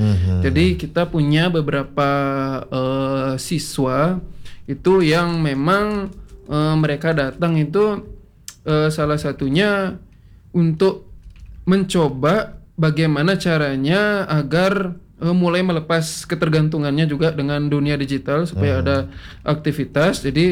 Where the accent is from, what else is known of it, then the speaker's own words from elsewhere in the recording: Bali, Indonesia; Jadi bagaimana kita sebagai orang Bali, kita melestarikan budaya Bali melalui musik tradisional misalnya